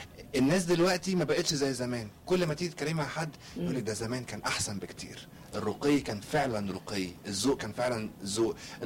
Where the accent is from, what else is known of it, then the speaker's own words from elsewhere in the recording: Egypt; ان احنا مصريين، ان احنا عرب